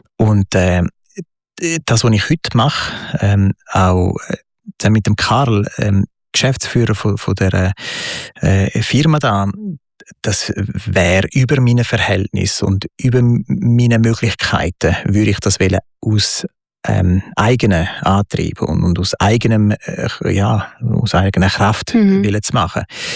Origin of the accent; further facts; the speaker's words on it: Switzerland; Ich bin Schweizer.